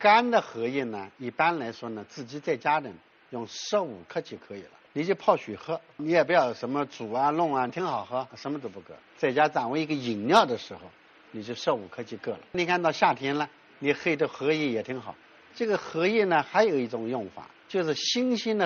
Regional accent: China; 我们中国人现在有一个问题

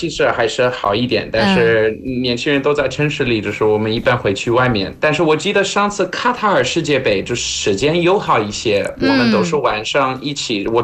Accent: South Africa; Chinese is a second language; now in Nantong, China; 我父亲来自葡萄牙，母亲来自法国，我是在南非长大

